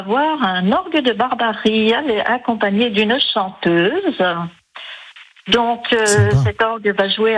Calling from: Saint-Gengoux-le-National, Bourgogne-Franche-Comté, France; Je vous appelle de Saint-Jean-Goux-le-National.

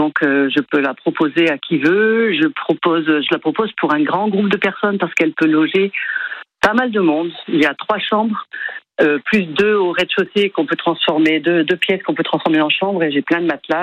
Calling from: Nouvelle-Aquitaine, France; Je suis à côté de Sauternes.

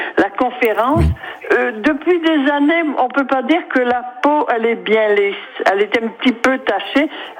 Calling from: Blaringhem, Hauts-de-France, France; De Blaringhem

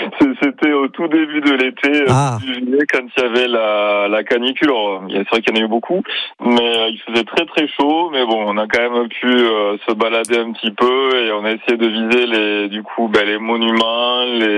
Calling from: Cazères, Occitanie, France; de Haute-Garonne, une petite ville qui s'appelle Cazères.

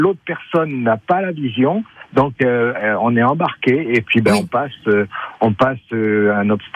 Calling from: Nouvelle-Aquitaine, France; Je vous appelle de Saint-Thierry-la-Perche. Je suis conducteur de bus scolaire et de ligne.

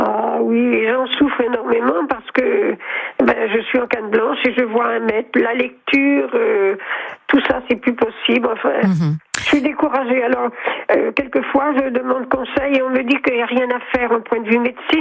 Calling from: Normandy, France; Maintenant, je suis sur la Normandie.

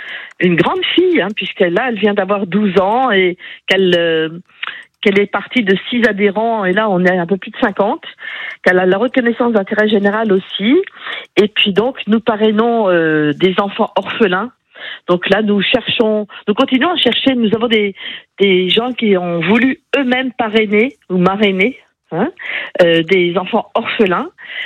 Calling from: Montipouret, Centre-Val de Loire, France; J'appelle de Montipouret, effectivement, au cœur de la Vallée Noire

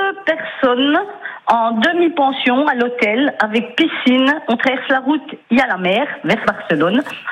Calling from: Vandoncourt, Bourgogne-Franche-Comté, France; De Vandoncourt.

